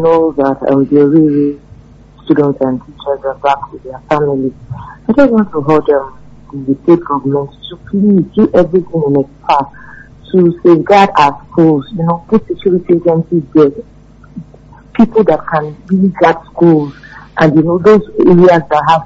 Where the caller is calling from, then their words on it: Ibadan, Oyo, Nigeria; I'm calling from Bodija.